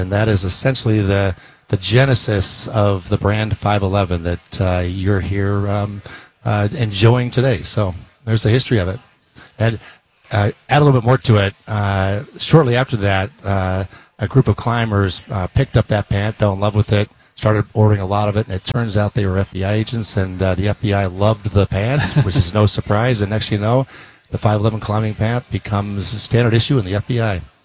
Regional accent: Utah, United States; born and raised in Utah.

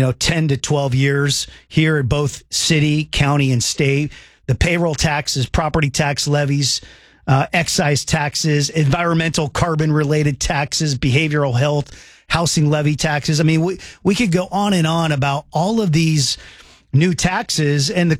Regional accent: Edmonds, Washington, United States; I grew up in Edmonds, and those of you who know Edmonds are like, oh man, Edmonds, that's a little hoity toity. But I was not an Edmonds Bowl person. I was a closer to Highway 99 Edmonds

